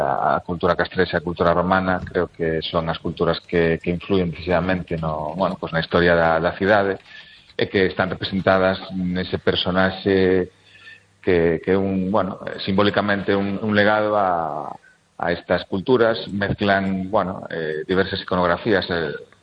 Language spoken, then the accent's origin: Galician; Lugo, Galicia, Spain; pois como lucense e despois, sobre todo, teño unha vinculación bastante grande e importante co Museo de Lugo.